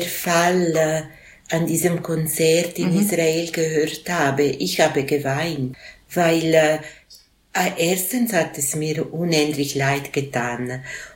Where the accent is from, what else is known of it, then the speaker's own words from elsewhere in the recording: Switzerland; Ich bin auch eine Schweizerin, aber nicht nur. Und dann habe ich ihm meine Geschichte erzählt.